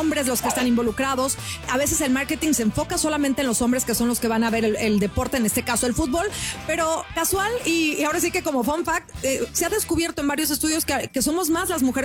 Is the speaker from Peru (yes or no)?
no; Mexico; y una buena carnita asada como buen mexicano, okay, ¿no?